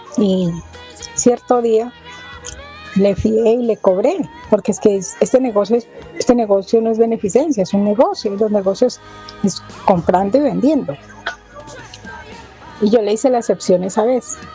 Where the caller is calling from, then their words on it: Palmira, Valle del Cauca, Colombia; Yo tengo un negocio, vivo en Palmira